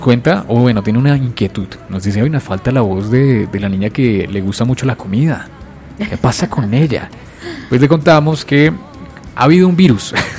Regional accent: Colombia; nosotros como colombianos?

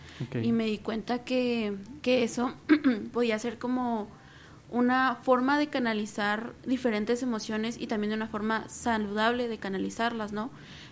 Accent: Mexico City, Mexico; moved away as an adult; also born or lived in Nuevo León; now in Bogotá, Colombia; Vengo de México. Soy originaria de Ciudad de México y vengo por parte de la Autónoma, por la Universidad Autónoma de Nuevo León.

